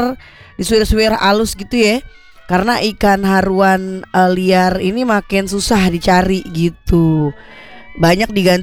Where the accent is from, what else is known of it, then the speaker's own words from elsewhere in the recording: Jakarta, Indonesia; Saya juga sebagai orang Betawi kayaknya gak pernah nemu nih sambal nyubar ya Abang Po.